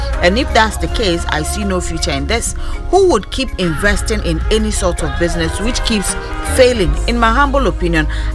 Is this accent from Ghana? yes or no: yes; Obuasi, Ashanti, Ghana; from Obuasi.